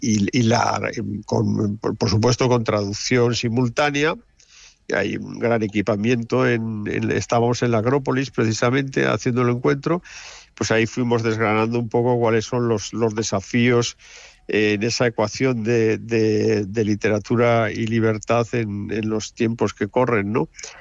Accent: Barbastro, Aragon, Spain; del Instituto Cervantes, es de al lado de mi pueblo, ¿tú te puedes creer esto? Es

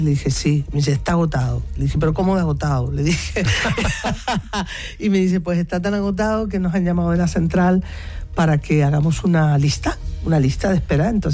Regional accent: Canary Islands, Spain; En mi tierra, hasta hace poco, y yo creo que en la tierra nuestra en general, no solamente en Lanzarote o en Canarias, sino en España

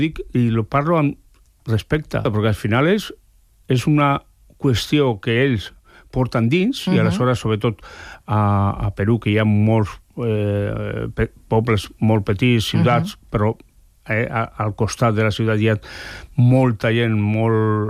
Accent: San Sebastián, Basque Country, Spain; moved away; also born or lived in Navarre; jo sóc de Sant Sebastià i soc navarro.

